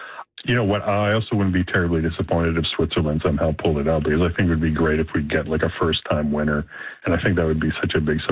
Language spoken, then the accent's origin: English; Canada; And obviously as a Canadian, seeing Canada, host a men's World Cup for the first time and playing that first game in Toronto against Bosnia and Herzegovina was a pretty special moment as well.